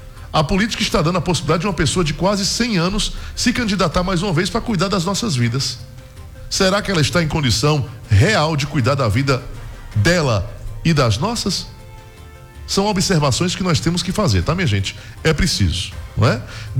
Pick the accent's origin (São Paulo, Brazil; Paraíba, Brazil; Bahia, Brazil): Bahia, Brazil; Eu, sendo baiano, sertanejo